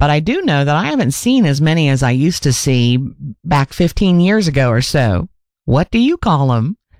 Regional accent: Columbus, Ohio, United States; Growing up in Columbus, Ohio, I called them lightning bugs.

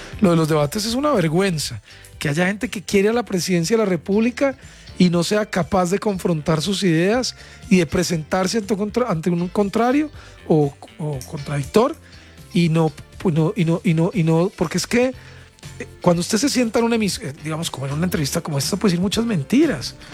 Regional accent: Riosucio, Caldas, Colombia; Yo voto en Manizales, yo soy de allá, de Sarrión, soy caldense.

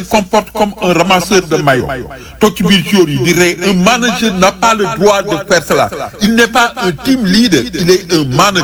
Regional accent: Senegal; now in New York, United States

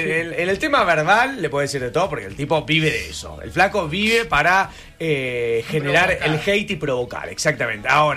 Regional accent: Argentina; Qué lindo que somos los argentinos.

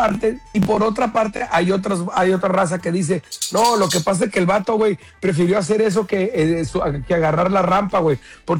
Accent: Tijuana, Baja California, Mexico; al final del día en Tijuana no hacemos nada de eso.

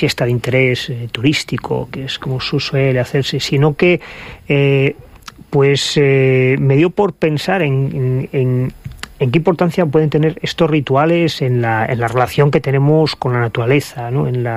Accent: Asturias, Spain; ya sabes que yo soy asturiano

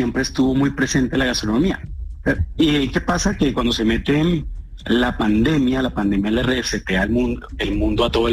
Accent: Agustín Codazzi, Cesar, Colombia; moved away; criadas en la costa norte de Colombia, puntualmente en Agustín Coacio de Sar, que es de donde soy yo.

